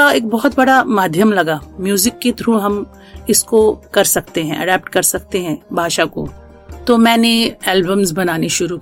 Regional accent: Jammu and Kashmir, India; moved away as an adult; now in Mumbai, India; और कश्मीर से निकलने के बाद मैं मुंबई चली गई मेरी शादी के बाद

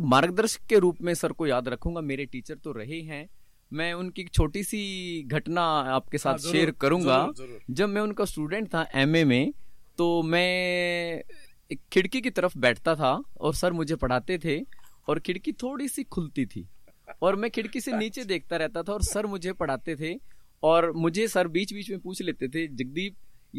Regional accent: Ambala district, Haryana, India; मैं अंबाला के नियर गांव लंढा जो अंबाला डिस्ट्रिक्ट में ही है वहां पे जन्म हुआ और मेरी स्कूलिंग मेरे गांव में ही 10th का स्कूल है वहां से हुई है। उसके बाद मेरी plus two Shahabad DAV school से हुई है

